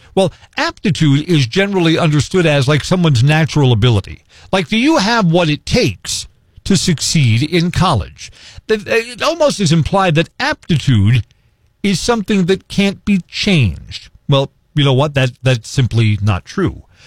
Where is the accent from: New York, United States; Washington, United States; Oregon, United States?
New York, United States; Bronx; No, but wait a minute, but I grew up in the Bronx. We don't grow a lot of potatoes in the Bronx.